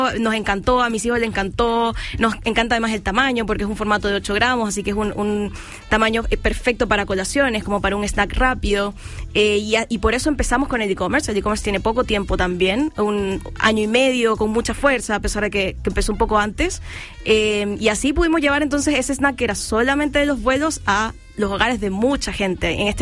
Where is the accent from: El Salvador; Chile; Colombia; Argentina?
Chile; siendo los chilenos buenos para viajar, en el sentido de que tenemos un país tan largo